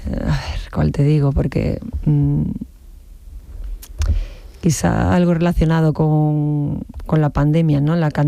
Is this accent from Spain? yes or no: yes; Seville, Andalusia, Spain; born there; mi centro histórico de Sevilla que me encanta y, bueno, es donde yo nací